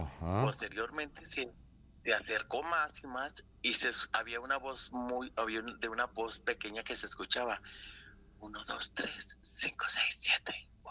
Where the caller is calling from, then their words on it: Tlajomulco de Zúñiga, Jalisco, Mexico; Hablo de Tlajomulco.